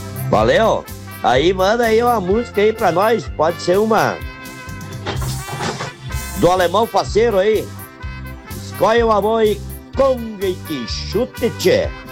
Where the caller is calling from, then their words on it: São Miguel do Oeste, Santa Catarina, Brazil; aqui do bairro Santa Rita, São Miguel do Oeste.